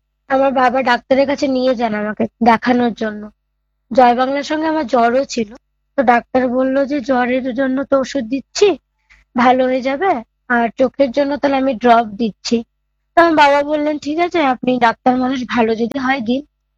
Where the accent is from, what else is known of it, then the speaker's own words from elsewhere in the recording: Imphal, Manipur, India; আমার বাড়ি অ্যাকচুয়ালি মণিপুরে ইম্ফলে, কিন্তু আমার চোখটা খারাপ হয় শিলচরে।